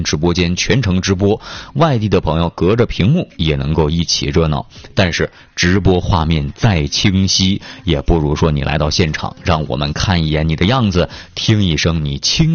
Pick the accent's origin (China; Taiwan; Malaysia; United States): China; Northeast China; 咱东北人有时候都听不懂啥意思。